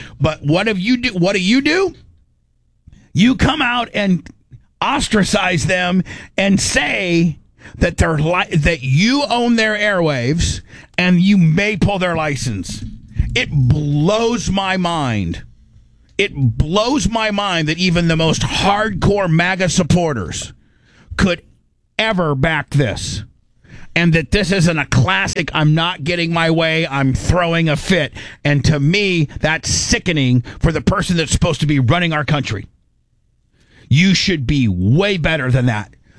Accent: United States

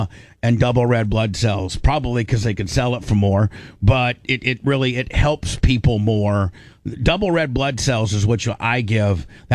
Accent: Warsaw, Indiana, United States; You know, on Warsaw, Indiana, my hometown means a lot to me.

